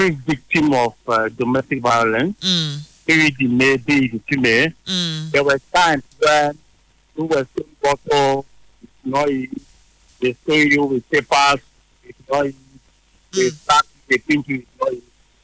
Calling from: Port Harcourt, Rivers, Nigeria; I'm calling from Port Harcourt.

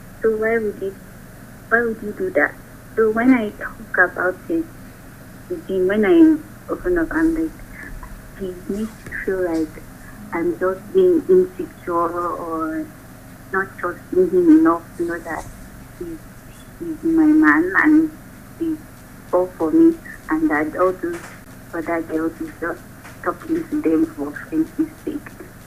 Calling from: Bangalore, Karnataka, India; calling from Bangalore.

